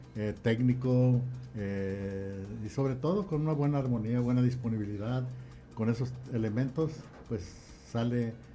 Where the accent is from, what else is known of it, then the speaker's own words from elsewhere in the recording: Santiago Ixcuintla, Nayarit, Mexico; yo soy originario de Santiago Ixcuintla